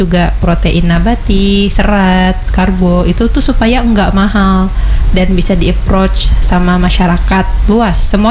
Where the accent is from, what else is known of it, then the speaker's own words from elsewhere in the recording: Samarinda, East Kalimantan, Indonesia; Kalau kita kan orang Samarinda, Sungai Mahakam.